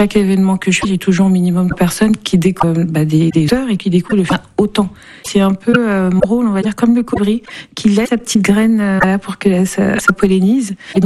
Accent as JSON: {"language": "French", "country": "Cameroon", "said": "moi je suis une Camerounaise et mon mari, par exemple, est une haïtienne"}